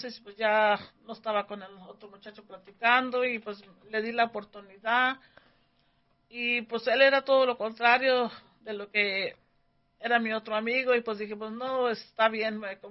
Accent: California, United States; Y Hugo es de Guatemala y yo soy de aquí, de California.

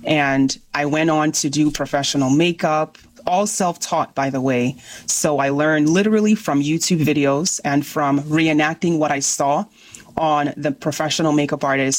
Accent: Nigeria; accent: Nigerian; now in United States

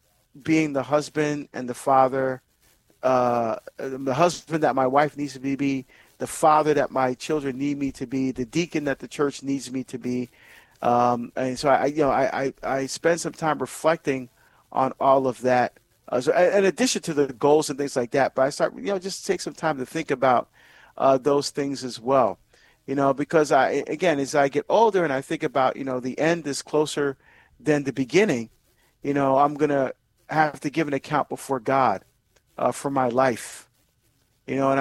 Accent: Barbados; as many of you know, I'm from Barbados, and I'm getting a chance to go home and visit family. Most of my family are still there

